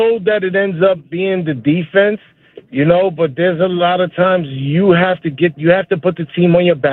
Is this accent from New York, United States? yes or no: yes; New York, United States; Because I'm from New York. So if anything, I should be a bum Jets fan.